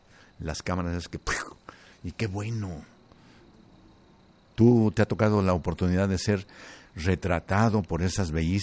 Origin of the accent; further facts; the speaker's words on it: Zacatecas, Mexico; solamente menciona arriba Tlatelango, mi tierra. Porque no sé si muchos de ustedes no sepan que yo soy de Zacatecas.